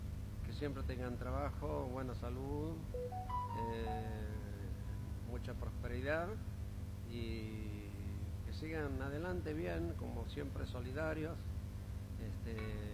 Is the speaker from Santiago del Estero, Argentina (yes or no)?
yes; Santiago del Estero, Argentina; ya somos como representantes de Santiago, siempre Santiago, la bandera Santiago por delante. Es un privilegio ser santiagueño y poder cantarle a nuestra tierra